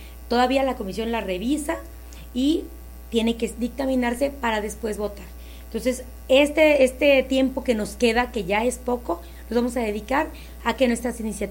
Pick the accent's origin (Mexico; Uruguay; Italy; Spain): Mexico; Guerrero; Sí, eso es que somos diputados por Guerrero al final, somos locales de Guerrero.